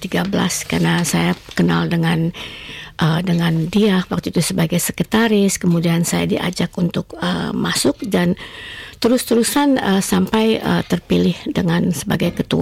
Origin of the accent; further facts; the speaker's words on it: Indonesia; now in Australia; yang memang ingin menjalin hubungan kita dari Indonesia, mm-hmm, dengan juga dari Australia karena kita tinggal di Australia